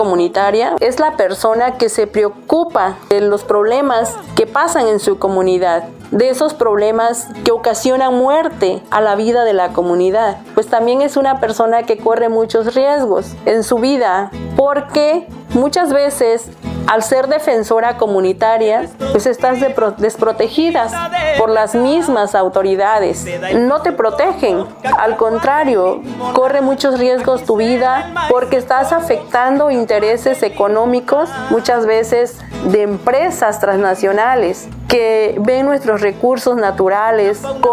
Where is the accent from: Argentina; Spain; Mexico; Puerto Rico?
Mexico; La Luz, Oaxaca; Soy de la comunidad de La Luz Villa de Tututepet